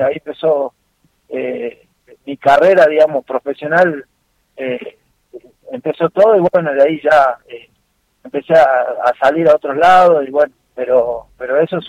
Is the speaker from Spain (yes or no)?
no; Jujuy, Argentina; acá yo soy de Jujuy